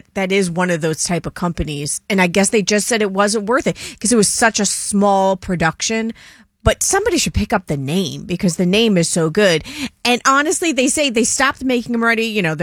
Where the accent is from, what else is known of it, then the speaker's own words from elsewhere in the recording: Staten Island, New York, United States; And I grew up in Staten Island, and they were the best. Pizzerias.